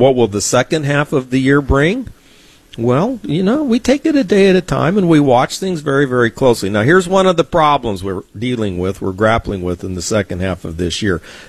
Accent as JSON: {"language": "English", "town": "Point Loma", "region": "California", "country": "United States", "tie": "born or raised there"}